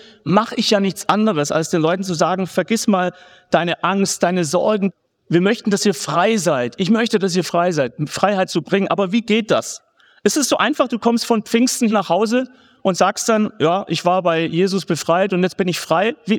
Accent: Swabia, Germany; ich bin selber Schwabe.

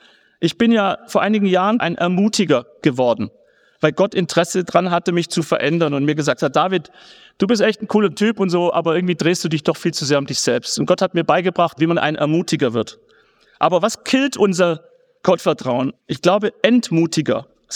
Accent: Gaildorf, Baden-Württemberg, Germany; Meine Mutter Religionsunterricht in Geildorf, wo ich herkomme, im Schwabenland. Das heißt wirklich so Geildorf.

